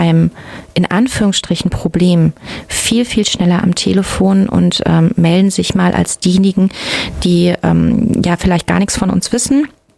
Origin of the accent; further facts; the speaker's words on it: Witzenhausen, Hesse, Germany; Ganz speziell hier im Werra-Meißner-Kreis, beziehungsweise ich komme ja aus Witzenhausen.